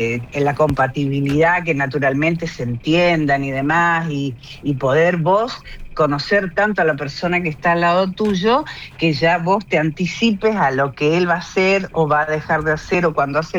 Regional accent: Curuzú Cuatiá, Corrientes, Argentina; Soy de Curuzú, Guateá.

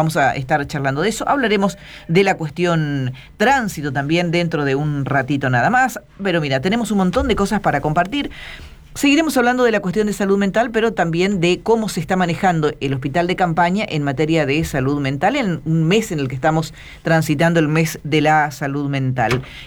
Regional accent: Loreto, Corrientes, Argentina; now in Corrientes, Argentina; Un pueblo en el que yo crecí, yo nací acá en Corrientes, pero crecí, o sea, pasé toda mi infancia en Loreto

